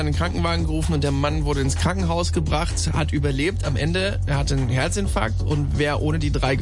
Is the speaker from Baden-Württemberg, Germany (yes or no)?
yes; Heilbronn, Baden-Württemberg, Germany; ich bin nämlich aus Heilbronn.